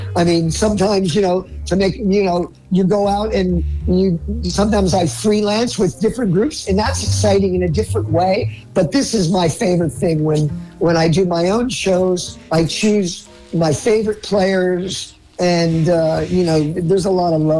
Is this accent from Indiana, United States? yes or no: no; New Jersey, United States; I'm from New Jersey